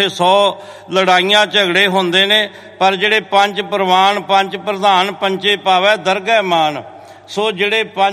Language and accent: Punjabi; Punjab, India; ਜਿੱਥੇ ਪੰਜਾਬ ਦੇ ਵਿੱਚ, ਆਪਾਂ ਮੈਂ ਪੰਜਾਬ ਦੇ ਵਿੱਚੋਂ ਹੀ ਆਇਆ